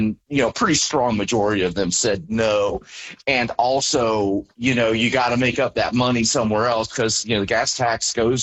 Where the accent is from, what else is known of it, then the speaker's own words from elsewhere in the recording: Springdale, Ohio, United States; I grew up in Cincinnati. I grew up in Springdale.